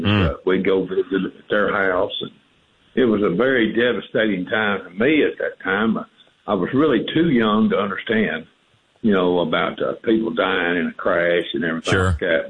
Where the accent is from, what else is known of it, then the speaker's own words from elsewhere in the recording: Bangor, Maine, United States; born there; also born or lived in Mississippi; I was born in Bangor, Maine. They say I was a maniac, but then I moved to Mississippi in I was in the later part of my dad's career.